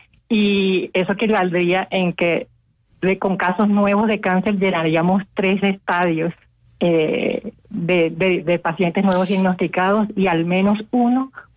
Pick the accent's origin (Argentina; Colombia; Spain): Colombia